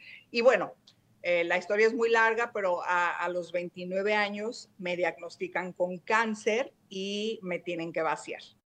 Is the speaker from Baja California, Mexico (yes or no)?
no; León, Guanajuato, Mexico; yo soy de León, Guanajuato, yo me fui a vivir a estudiar a la Universidad a Puebla.